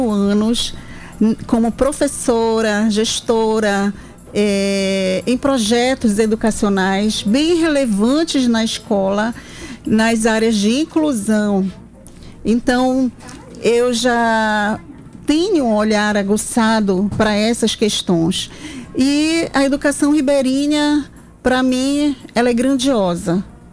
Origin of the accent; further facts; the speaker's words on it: Amapá, Brazil; eu sou amapaense ribeirinha.